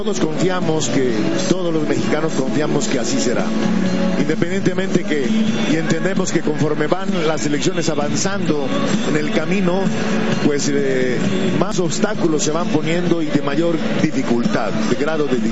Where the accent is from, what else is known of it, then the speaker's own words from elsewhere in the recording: Mexico; confiamos, somos los mexicanos, somos así, confiamos mucho en nuestros jugadores